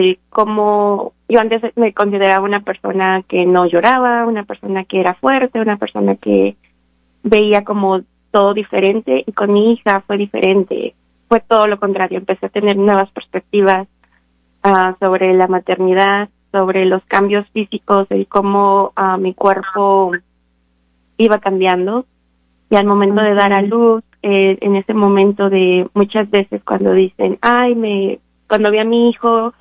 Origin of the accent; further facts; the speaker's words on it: Apizaco, Tlaxcala, Mexico; moved away; soy mexicana del estado de Tlaxcala, es el estado más chiquito que se encuentra en la República Mexicana, en la ciudad de Apizaco. Lo que se da ahí mucho es el maíz, entonces se considera una ciudad de maíz